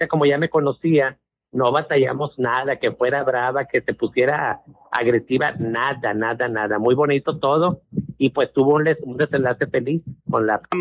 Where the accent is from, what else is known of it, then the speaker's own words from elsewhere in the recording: Agujita, Coahuila, Mexico; somos aquí de Agujita. Le digo